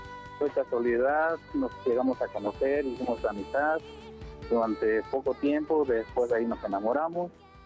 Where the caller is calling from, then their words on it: Mexico City, Mexico; Estoy aquí en la alcaldía Iztapalapa.